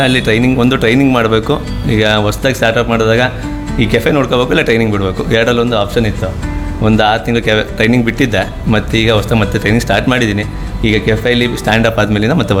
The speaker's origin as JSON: {"language": "Kannada", "area": "Chikkamagaluru district", "region": "Karnataka", "country": "India", "tie": "born there", "moved": "yes", "lives_now": "Shivamogga, India", "said": "ನಾವು ಹುಟ್ಟಿದ್ದು ಬೀದೂರು, ಚಿಕ್ಕಮಗಳೂರು ಡಿಸ್ಟಿಕ್. ಈಗ ಇರೋದೆಲ್ಲ ಶಿವಮೊಗ್ಗದಲ್ಲೇ."}